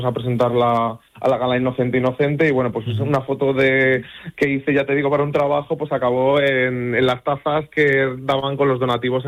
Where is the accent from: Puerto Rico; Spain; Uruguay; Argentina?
Spain; Valencia, Valencian Community; also born or lived in Carboneras de Guadazaón, Cuenca; yo soy de Carboneras, aunque he vivido toda mi vida en Valencia y tal, pues siempre he estado vinculado a mi pueblo, que es donde son mis padres y a donde he sido feliz de niño y he estado prácticamente todos los veranos y todas las fiestas.